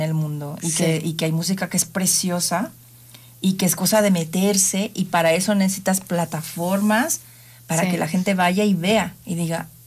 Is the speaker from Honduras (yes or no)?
no; Mexico; No, yo soy completamente mexicana.